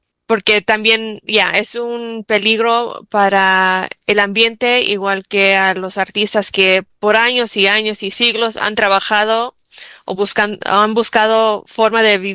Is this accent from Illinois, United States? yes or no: yes; Chicago, Illinois, United States; Yo crecí en una comunidad en Pilsen, y íbamos a la iglesia en español. Yo iba a una iglesia católica, en todo el barrio hablaba español.